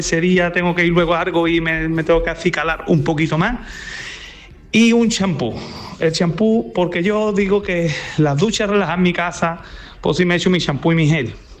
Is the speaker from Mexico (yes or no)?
no; Osuna, Andalusia, Spain; Buenos días a todos